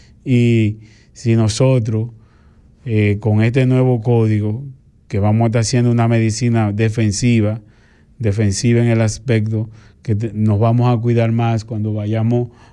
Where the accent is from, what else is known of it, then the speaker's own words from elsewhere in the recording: Dominican Republic; nosotros como médicos, como ente dominicanos que somos, como médicos que trabajamos en la República Dominicana